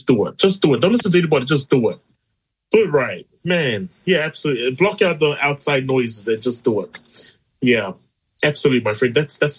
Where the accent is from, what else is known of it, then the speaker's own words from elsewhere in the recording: Cook Islands; I was born and bred in Cook Islands